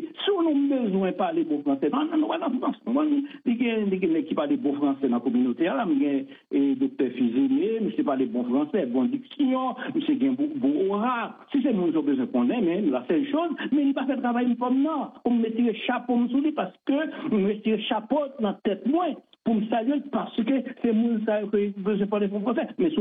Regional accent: Haiti; pas français, moi, je suis un haïtien, comme vous-même.

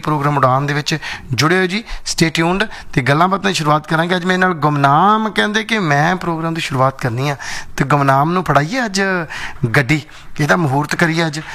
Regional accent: Punjab, India; ਮੈਂ ਮਾਲਵੇ ਤੋਂ ਹਾਂ

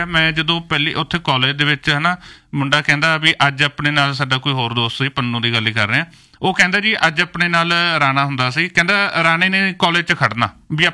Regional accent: Barnala, Punjab, India; ਮੈਂ ਬਰਨਾਲੇ ਤੋਂ ਬਿਲੋਂਗ ਕਰਦਾ, ਮਾਲਵੇ ਤੋਂ ਬਿਲੋਂਗ ਕਰਦਾ

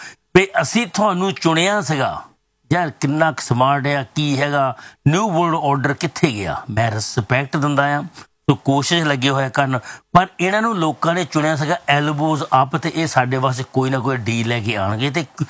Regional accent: Surapur, Punjab, India; ਚੰਗਾ ਲੱਗਦਾ ਜਿੱਦਾਂ ਸਾਡਾ ਪਿੰਡ ਸੂਰਾਪੁਰ ਹੈਗਾ, ਸੂਰਾਪੁਰ ਸੱਜੋ ਨੌਰਾ ਪੌਰਾ

